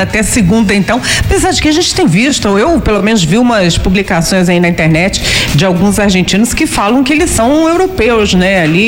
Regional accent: Brazil; Como boa brasileira, me desculpe os meus amigos aí argentinos

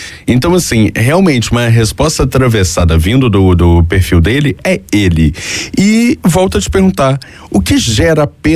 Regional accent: Rio de Janeiro, Brazil; nós, cariocas

